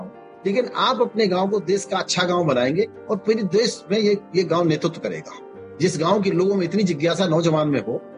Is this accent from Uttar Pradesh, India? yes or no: yes; Uttar Pradesh, India